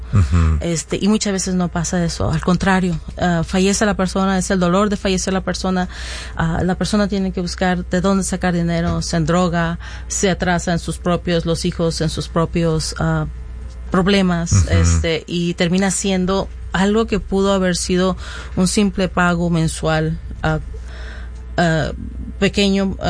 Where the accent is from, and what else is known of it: Mexico